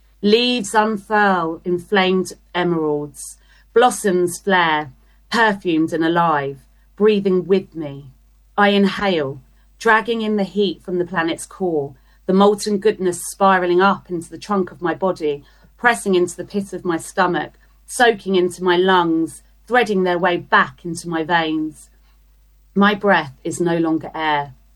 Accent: London, United Kingdom; now in Brighton, United Kingdom; As much as I'm from South London, I will never, ever live there ever again. Sorry, South London. I am South London. That's in my bones. That's in my heart.

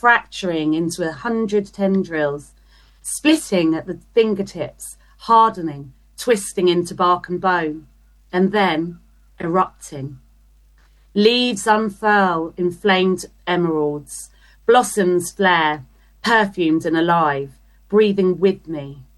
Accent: London, United Kingdom; now in Brighton, United Kingdom; As much as I'm from South London, I will never, ever live there ever again. Sorry, South London. I've done South. I am South London. That's in my bones. That's in my heart.

